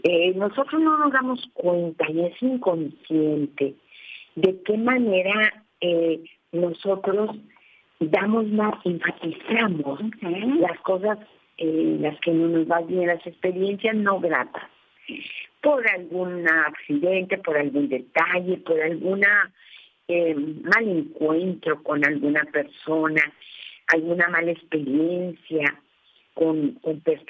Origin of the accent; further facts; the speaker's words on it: Mexico; como mexicanos nos sentimos apocados